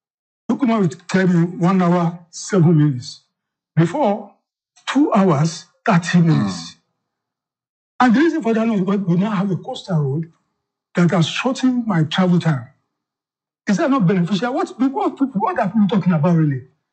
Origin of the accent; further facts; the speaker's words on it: Nigeria; I'm a Nigerian.